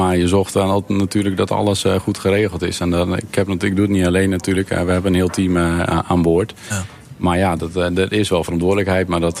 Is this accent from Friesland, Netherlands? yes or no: yes; Friesland, Netherlands